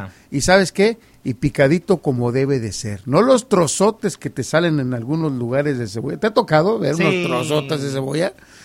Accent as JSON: {"language": "Spanish", "region": "Guanajuato", "country": "Mexico", "tie": "born there", "moved": "yes", "said": "de noche casi yo no iba de mi pueblo a Salvatierra, Guanajuato"}